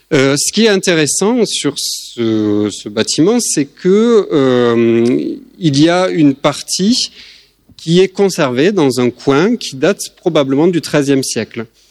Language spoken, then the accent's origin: French; Toulouse, Occitanie, France; Je vais plutôt vous parler de briques puisque on vient de Toulouse